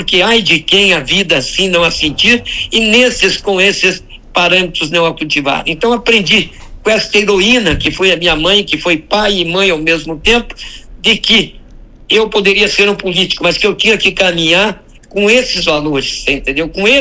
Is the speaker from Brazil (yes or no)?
yes; Paraná, Brazil; now in Curitiba, Brazil; que eu sou do Norte Pioneiro.